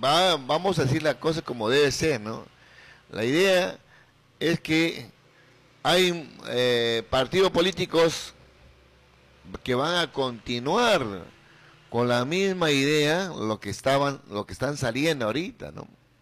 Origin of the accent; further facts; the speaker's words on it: Peru; y como todo peruano que no nos gusta leer, y sobre todo carecemos de un pensamiento críti